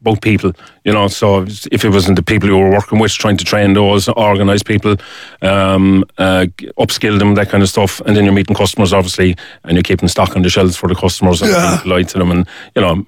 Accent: Newcastle West, County Limerick, Ireland; born there; I was born in 75 in Newcastle West, County Limerick. One of eight kids, as you say. I have five sisters and two brothers.

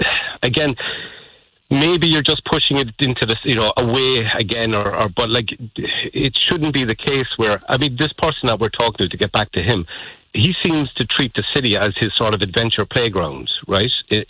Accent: Cork, Munster, Ireland; Again, when I was growing up in Cork, there were maybe two or three, we used to call them winos.

